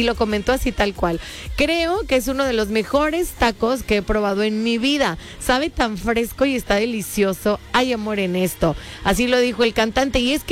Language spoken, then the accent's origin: Spanish; Mexico